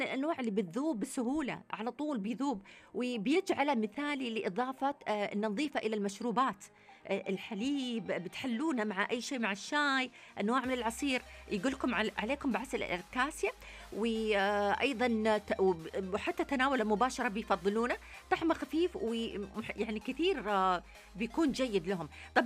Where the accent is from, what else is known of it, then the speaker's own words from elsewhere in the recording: Saudi Arabia; عندنا في السعوديه، في المملكه العربيه السعوديه